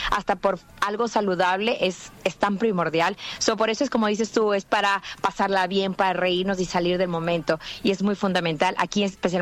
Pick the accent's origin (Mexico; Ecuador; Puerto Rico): Ecuador; now in United States; Ecuatoriana.